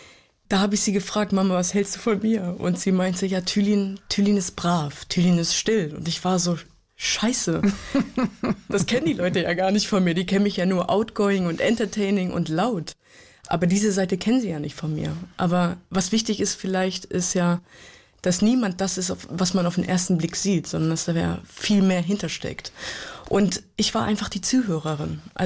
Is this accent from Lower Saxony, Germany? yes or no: yes; Hanover, Lower Saxony, Germany; Weil wir sind in Hannover-Linden groß geworden.